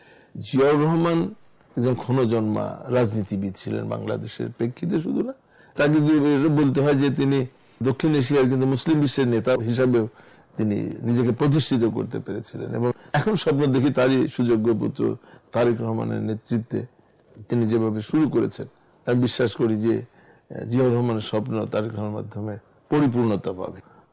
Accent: Bangladesh; আমরা অবশ্যই বাঙালি, কিন্তু আমরা বাংলাদেশি

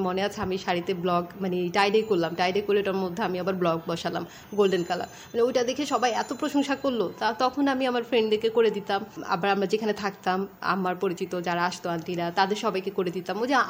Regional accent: Noakhali, Chittagong Division, Bangladesh; আমি নোয়াখালীর মেয়ে

